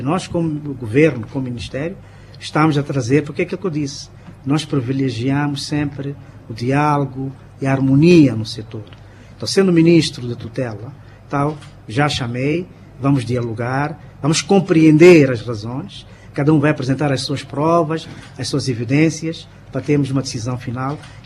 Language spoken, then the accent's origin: Portuguese; Mozambique; Nós temos também a mostrar esta componente humana que nós temos como moçambicanos